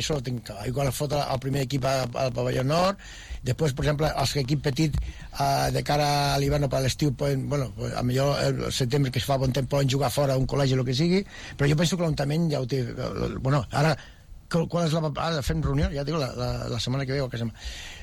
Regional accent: Terrassa, Catalonia, Spain; Aunque soc fill de Terrassa, però ja estic ben pensant...

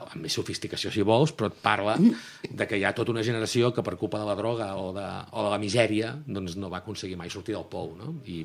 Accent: Girona, Catalonia, Spain; born or raised there

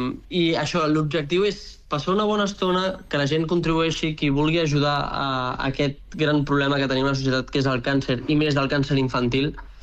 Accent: Sant Just Desvern, Catalonia, Spain; Sí, soc de Sant Just, d'Esvern.

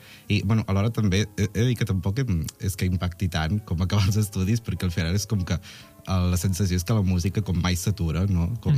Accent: Arenys de Munt, Catalonia, Spain; born there; jo m'estimo molt el meu poble, Arenys, Cinera, no?

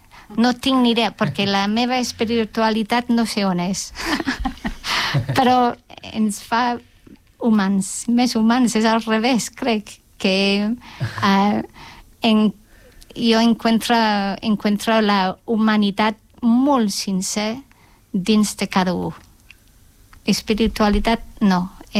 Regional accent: England, United Kingdom; Catalan is a second language; moved away as an adult; now in Barcelona, Spain; perquè sóc anglesa i costa per molta gent dir el nom de la forma anglesa.

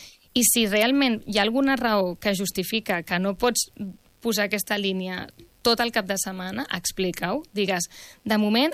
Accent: Rubí, Catalonia, Spain; els que som de Rubí de sempre

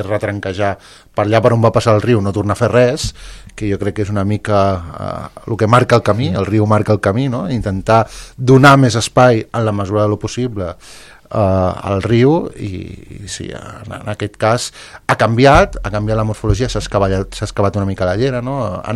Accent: Calafell, Catalonia, Spain; jo sóc de Calafell, però he treballat molts anys aquí a Cubelles

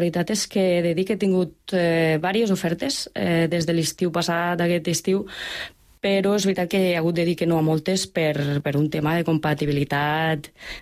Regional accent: La Seu d'Urgell, Catalonia, Spain; also born or lived in Montferrer; soc de Montferrer, però soc nascuda a la Seu, he viscut a la Seu, la meva mare viu a la Seu

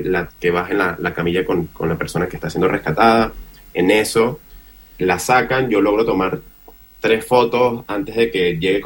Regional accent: Venezuela; now in Caracas area, Venezuela; yo soy de otro estado, del interior del país, y desde mi pueblo

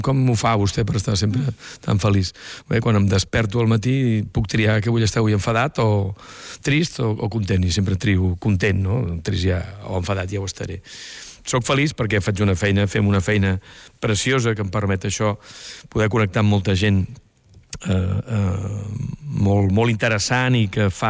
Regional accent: Vila-seca, Catalonia, Spain; dibuixant de còmic del meu poble, de Vilaseca.

